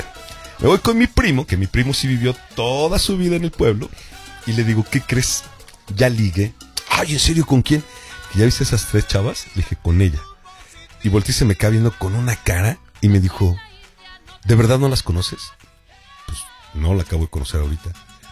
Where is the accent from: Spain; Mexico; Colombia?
Mexico; Mexico City; Pero yo siempre fui chilango. Yo, okay, me vine muy chavito a la ciudad